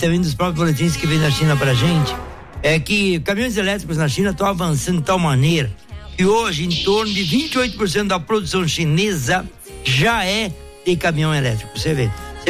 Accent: São Paulo, Brazil; sou de São Paulo, tô ligado contigo direto e reto.

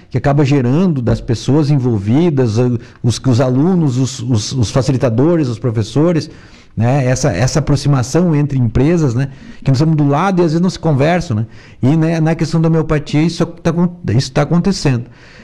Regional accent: Rio Grande do Sul, Brazil; now in Santa Catarina, Brazil; Eu sou gaúcho, né?

